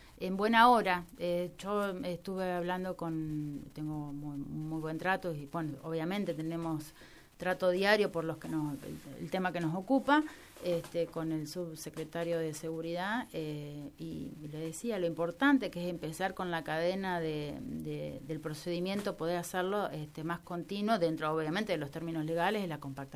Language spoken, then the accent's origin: Spanish; Ramallo, Buenos Aires Province, Argentina; yo soy una vecina de Ramallo.